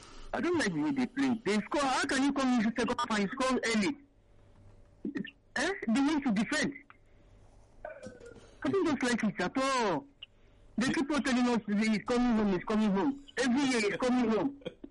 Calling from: Ibadan, Oyo, Nigeria; Yes, I'm calling from Ibadan.

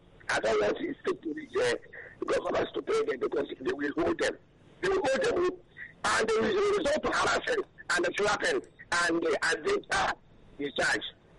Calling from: Koboko, Northern Region, Uganda; Yes, Professor. Yes, my Koboko.

